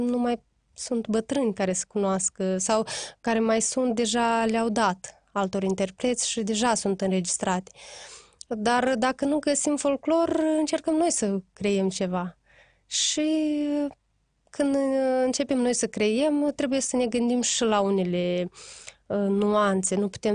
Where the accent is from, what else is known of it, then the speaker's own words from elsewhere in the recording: Moldova; suntem din Moldova, din Basarabia